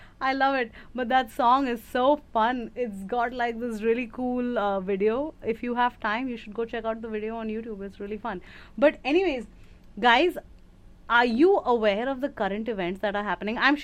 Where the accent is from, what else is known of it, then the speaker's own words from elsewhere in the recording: West Bengal, India; मतलब फन चीज ये है कि मैं तो बंगाली हूँ, मैं तो मुझे भंगड़ा उतना अच्छे से आता भी नहीं है। I am not even a Punjabi